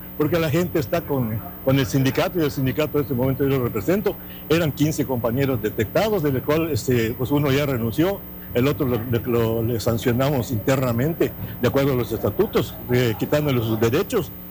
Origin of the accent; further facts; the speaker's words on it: Cozumel, Quintana Roo, Mexico; porque nosotros somos parte de Cozumel